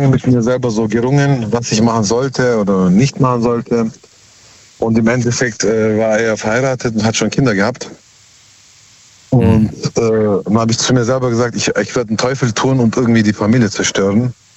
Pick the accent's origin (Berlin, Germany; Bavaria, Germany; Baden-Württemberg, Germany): Baden-Württemberg, Germany; Heidenheim; Heidenheim, schon vergessen.